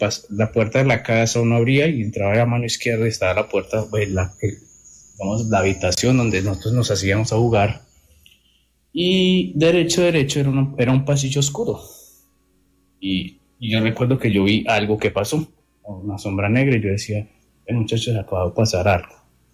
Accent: Manizales, Caldas, Colombia; Digamos que la historia es en Manizales, yo soy de Manizales.

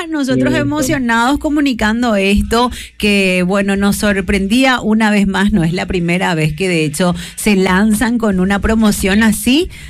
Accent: Paraguay

